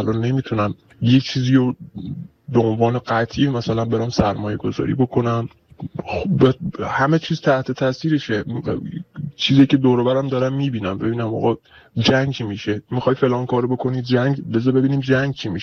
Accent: Iran; من که یک جوان ایرانی هستم و تقریبا 30 سالم هستش

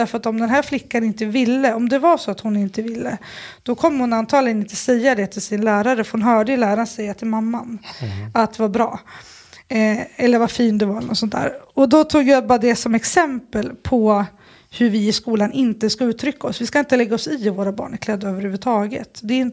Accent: Sundsvall, Västernorrland County, Sweden; born or raised there

